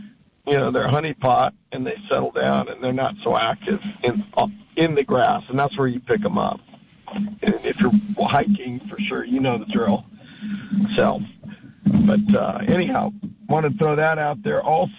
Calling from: Santa Maria, California, United States; I'm calling from Santa Maria.

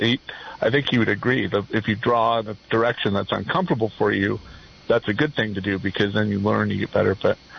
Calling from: Aptos, California, United States; Oh, Flinks and Aptos.

